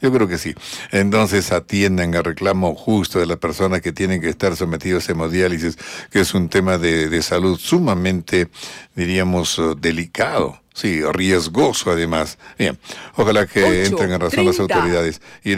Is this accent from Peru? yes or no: yes; Moquegua, Peru; Claro, somos de Moquegua.